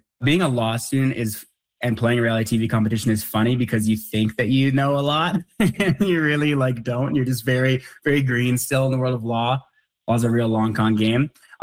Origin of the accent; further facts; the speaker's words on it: Calgary, Alberta, Canada; also born or lived in Saskatchewan; they're like, yeah, I'm from Calgary. I was like, oh, me too.